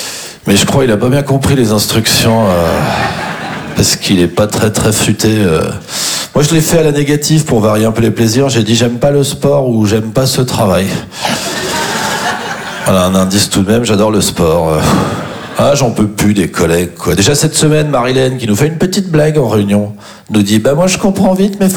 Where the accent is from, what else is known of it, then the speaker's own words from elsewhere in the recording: Champagnole, Bourgogne-Franche-Comté, France; Non, je suis originaire d'une petite commune qui s'appelle Champagnol.